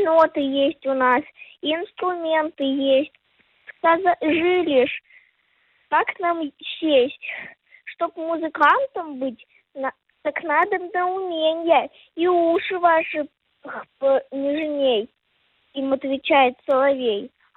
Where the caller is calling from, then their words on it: Yekaterinburg, Sverdlovsk Oblast, Russia; Из Екатеринбурга